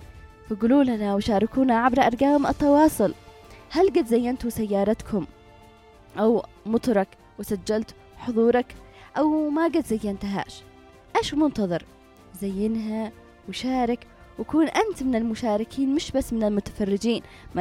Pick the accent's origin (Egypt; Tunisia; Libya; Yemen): Yemen; بلادنا اليمنية